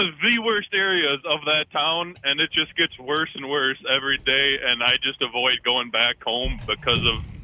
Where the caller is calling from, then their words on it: Kenosha, Wisconsin, United States; I am from Kenosha and I know that exact area you're talking about.